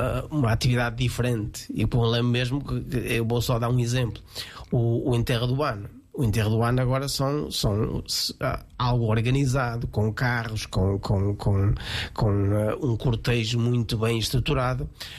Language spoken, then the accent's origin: Portuguese; Alpendurada, Porto, Portugal; now in Aveiro, Portugal; É porque quando, em 1982, eu saí da Alpendurada para Aveiro, eu conhecia Aveiro minimamente, mas depois eu apaixonei-me por Aveiro, e por isso fiz a minha licenciatura aqui.